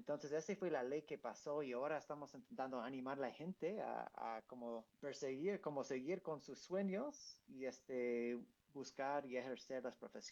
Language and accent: Spanish; United States; Spanish is a second language; soy gringo, no sé si notas o no, pero hace 10 años yo pasé un año viviendo en México, en el bello estado de Tlaxcala.